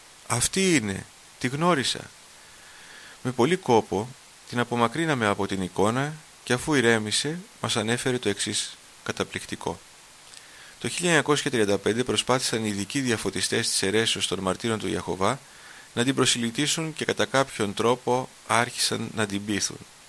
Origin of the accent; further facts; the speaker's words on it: Nea Roda, Central Macedonia, Greece; Μόλις φτάσαμε στο χωριό μου τα Νέα Ρόδα, αμέσως πήγαμε στην εκκλησία για να προσκυνήσω την Παναγία